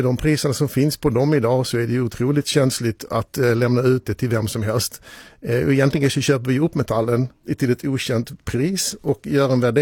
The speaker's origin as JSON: {"language": "Swedish", "country": "Netherlands", "said": "Och vi är ärliga holländare och tycker att det här är viktigt att öppna med alla data"}